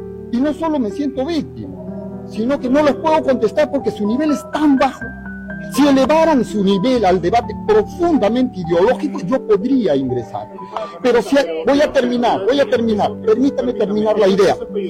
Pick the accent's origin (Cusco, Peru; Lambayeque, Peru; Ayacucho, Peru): Ayacucho, Peru; yo vengo de Ayacucho